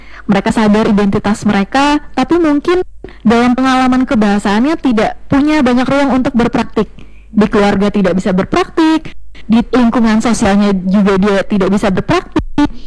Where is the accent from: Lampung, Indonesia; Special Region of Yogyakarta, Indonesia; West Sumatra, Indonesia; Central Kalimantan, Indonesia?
Central Kalimantan, Indonesia; Palangkaraya; Aku tuh lahir di Palangkaraya, asli Kalimantan Tengah.